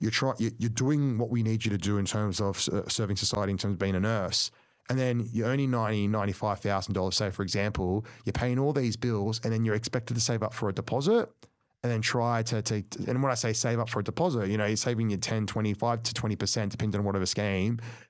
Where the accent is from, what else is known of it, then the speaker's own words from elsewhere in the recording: Cabramatta, New South Wales, Australia; I grew up poor in Cabramatta. I grew up in Housing Commission.